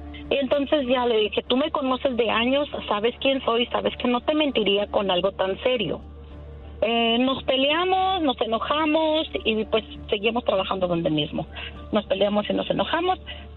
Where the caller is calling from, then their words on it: Oklahoma, United States; Desde Oklahoma